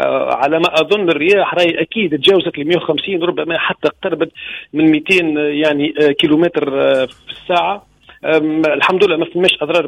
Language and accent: Arabic; Tunisia